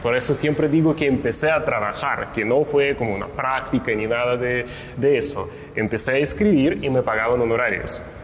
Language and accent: Spanish; Rybinsk, Yaroslavl Oblast, Russia; mi amor por lo urbano nació en mi ciudad natal, en Rybinsk, porque igual tiene un casco histórico que es como una pequeña perla, una joya.